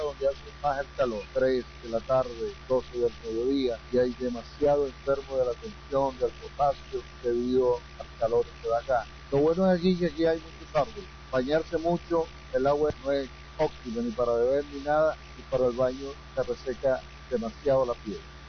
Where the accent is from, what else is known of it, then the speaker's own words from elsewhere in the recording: Caracas, Capital District, Venezuela; vengo de Caracas, tengo una semana está Perijá en las piedras